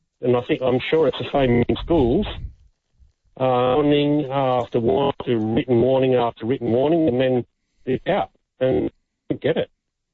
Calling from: Slovakia; Normally I'm calling you from Slovakia, but I'm on vacation, sitting on the seventh floor overlooking the beach.

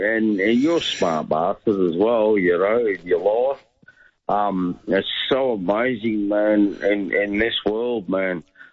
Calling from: Australia; I'm Australian as I come, man.

